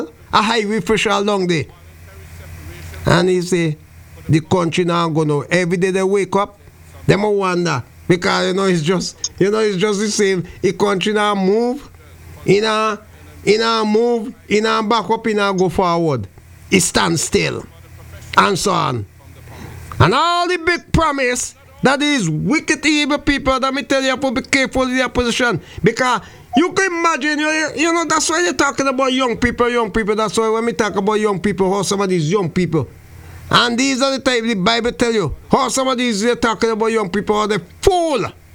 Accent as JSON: {"language": "English", "country": "St. Vincent & Grenadines", "tie": "born or raised there", "said": "Dungan St. Vincent on the ground is my hometown."}